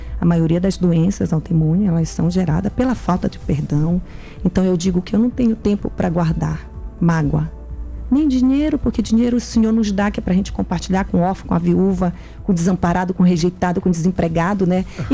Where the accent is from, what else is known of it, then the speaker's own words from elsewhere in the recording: Laranjal do Jari, Amapá, Brazil; also born or lived in Macapá; eu fui criada assim, Laranjal do Jari.